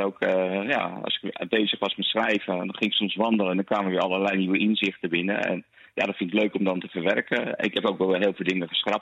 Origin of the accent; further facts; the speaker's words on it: Zwolle, Overijssel, Netherlands; als Zwollenaar en muziekliefhebber vond ik Plato een hele mooie plek om uiteindelijk de boekpresentatie te doen.